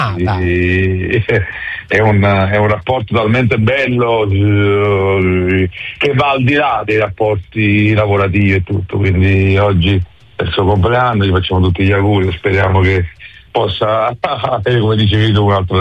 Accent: Naples, Campania, Italy

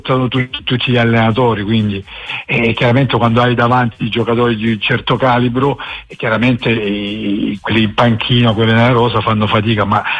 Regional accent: Southern Italy, Italy

